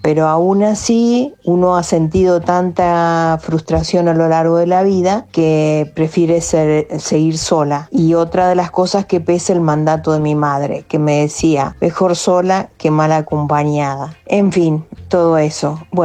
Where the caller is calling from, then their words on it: Río Cuarto, Córdoba, Argentina; de Río Cuarto, Córdoba.